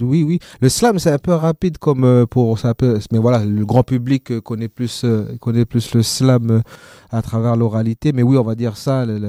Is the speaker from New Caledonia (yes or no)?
yes; Lifou, Loyalty Islands Province, New Caledonia; moi j'ai grandi à l'Ifou, je parle pas le l'Ifou